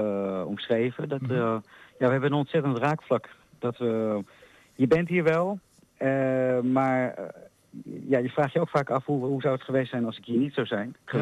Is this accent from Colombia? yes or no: yes; Colombia; moved away; want ik kom uit Colombia.